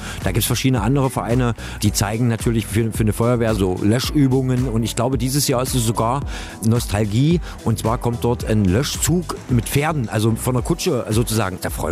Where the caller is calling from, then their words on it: Köthen, Saxony-Anhalt, Germany; aus Köthen